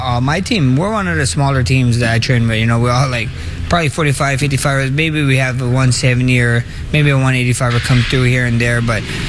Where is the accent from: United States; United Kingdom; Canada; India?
United States; Waianae, Hawaii; I'm from Waianae. I might not say that much, but if you want to go down that road, you know, maybe a little Waianae boy might come out of me